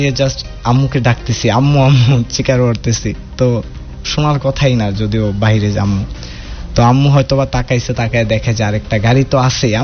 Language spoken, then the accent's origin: Bangla; Narayanganj, Dhaka Division, Bangladesh; also born or lived in Mymensingh; আমি মাইনসিং থেকে বিলং করি, আর ছোটবেলার থেকে বেড়ে ওঠা নারায়ণগঞ্জে আমার আব্বুর জব পারপাসের কারণে আর কি।